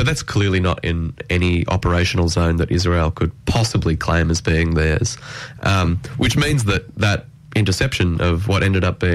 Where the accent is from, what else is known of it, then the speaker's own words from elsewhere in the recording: Australia; how do I want to be involved in this conflict as an Australian?